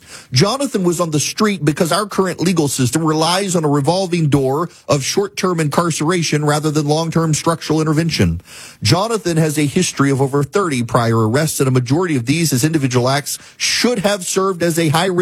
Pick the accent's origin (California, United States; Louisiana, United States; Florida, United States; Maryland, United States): Louisiana, United States; Jackson